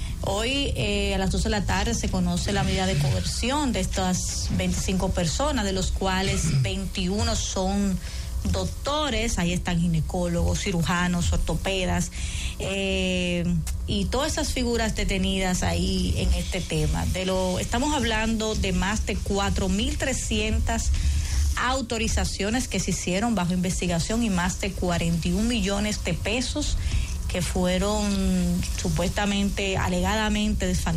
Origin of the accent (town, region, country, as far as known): Dominican Republic